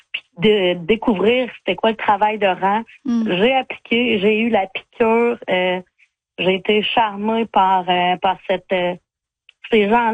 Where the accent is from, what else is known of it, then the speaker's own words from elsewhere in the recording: La Pocatière, Quebec, Canada; Dans le fond, moi, je viens du Bas-Saint-Laurent, la Pocatière, très agricole. Donc, mes grands-parents avaient une ferme.